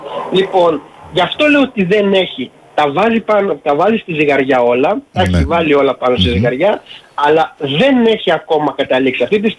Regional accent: Rethymno, Crete, Greece; Εγώ από το Ρέθμιο, ο κύριος Μητσοτάκης στα Χανιά.

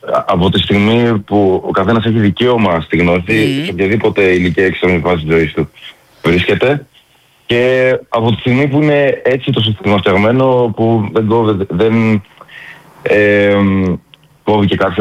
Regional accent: Rhodes, South Aegean, Greece; από τη μία είναι ο τόπος μου, εδώ που μεγάλωσα, εδώ που έκανα παρέες, φίλους.

